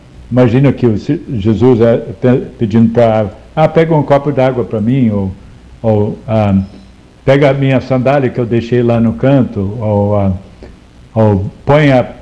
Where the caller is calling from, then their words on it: Rio de Janeiro, Brazil; falo do Rio de Janeiro